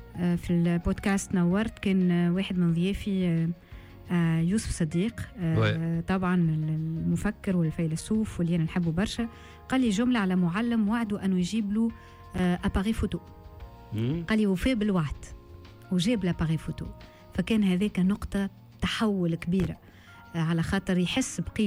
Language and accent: Arabic; Kairouan, Kairouan Governorate, Tunisia; أصيلة القيروان مولودة في القيروان